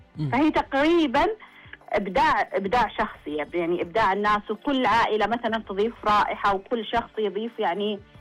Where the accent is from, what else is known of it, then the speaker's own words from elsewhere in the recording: Saudi Arabia; فبالنسبة لصناعة البخور عندنا في السعودية تقريبا بسبب وجود الجزيرة العربية